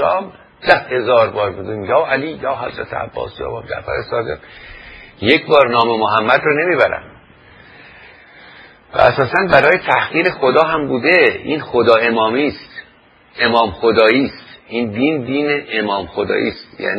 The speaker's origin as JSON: {"language": "Persian", "country": "Iran", "said": "بنانیم ایرانی هستیم،"}